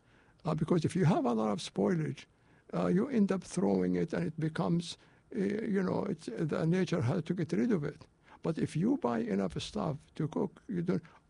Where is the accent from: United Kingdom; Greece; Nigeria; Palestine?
Palestine; now in Los Angeles, United States; And back in Palestine